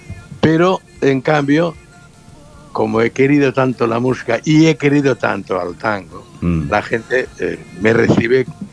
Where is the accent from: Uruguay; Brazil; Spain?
Spain; Catalonia; no soy gallego, soy catalán.